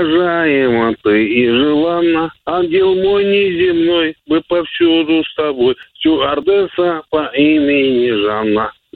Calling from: Moscow, Russia; я из Москвы.

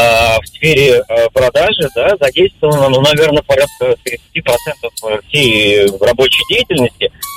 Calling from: Moscow, Russia; Я из Москвы.

